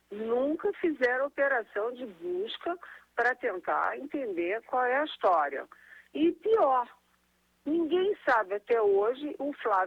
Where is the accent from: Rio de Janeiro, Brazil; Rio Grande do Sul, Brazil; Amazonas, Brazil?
Rio de Janeiro, Brazil; Eu que sou carioca, falo de cabeça para baixo.